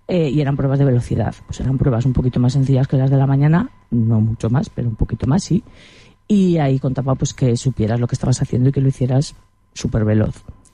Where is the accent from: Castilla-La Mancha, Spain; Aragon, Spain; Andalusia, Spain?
Aragon, Spain; Monreal del Campo; born or raised there